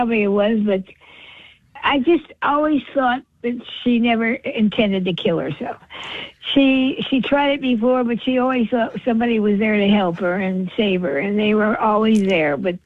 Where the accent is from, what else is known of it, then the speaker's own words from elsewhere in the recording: Hollywood, California, United States; the two of us, we were raised in Hollywood, you know. We were growing up around that all there.